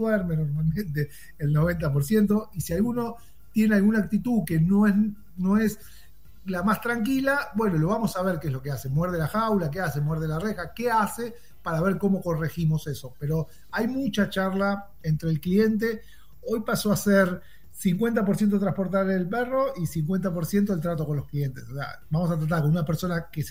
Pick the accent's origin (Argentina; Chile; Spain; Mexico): Argentina; now in Miami, United States; argentino e italiano, tengo doble ciudadanía italiana, pero por una cuestión de placer, todos mis abuelos eran italianos